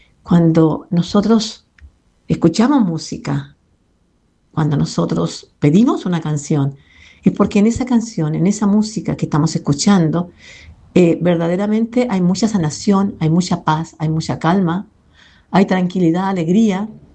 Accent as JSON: {"language": "Spanish", "town": "Talca", "region": "Maule", "country": "Chile", "tie": "born there", "moved": "yes", "lives_now": "Quillota, Chile", "said": "de acá de Quillota, y que nací en Talca, sí, claro, pero ahora estoy en Quillota hace como 20 años."}